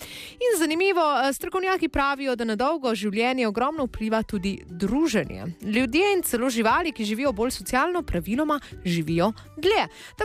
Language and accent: Slovenian; Slovenian Littoral, Slovenia; smo Primorci